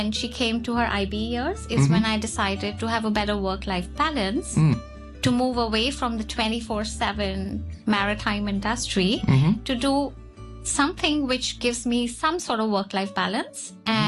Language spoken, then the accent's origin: English; India; now in Hong Kong; I am able to live my life comfortably in terms of working with startups in my home country in India, and additionally continuing to add professional value to the maritime sector in Hong Kong